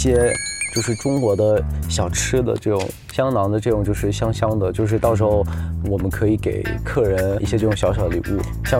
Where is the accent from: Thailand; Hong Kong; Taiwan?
Thailand; Chinese is a second language; moved away; 回到我的家乡泰国。